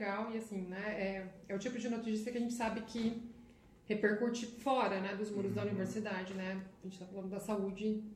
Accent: São Paulo, Brazil; now in Rondônia, Brazil; Eu sou lá de São Paulo

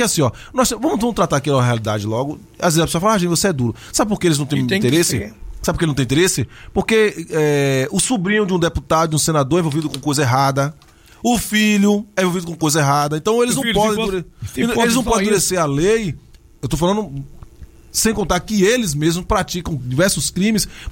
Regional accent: Brazil; eu sou brasileiro

